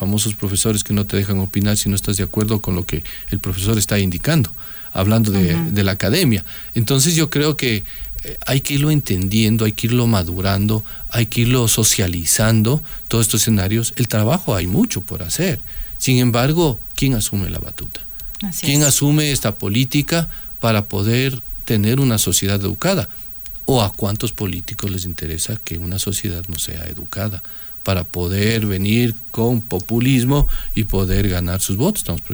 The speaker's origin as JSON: {"language": "Spanish", "country": "Ecuador", "said": "los dueños y soberanos somos el pueblo ecuatoriano."}